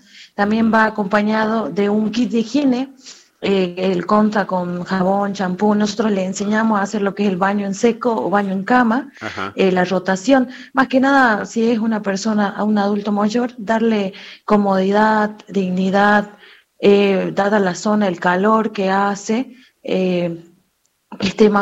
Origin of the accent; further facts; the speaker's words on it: Santa Victoria Este, Salta, Argentina; moved away as an adult; now in Salta, Argentina; Yo soy de Santa Victoria Este, soy de una de las comunidades Huichí, y estoy estudiando acá en la sede central de la universidad.